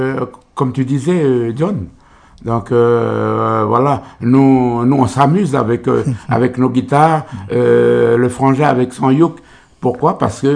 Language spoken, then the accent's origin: French; New Caledonia; Ici à Nouméa, mais on est originaire de la tribu de l'Arête